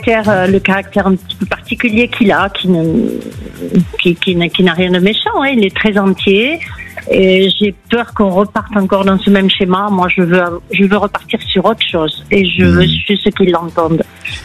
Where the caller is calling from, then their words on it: Nouvelle-Aquitaine, France; moi je suis en Gironde.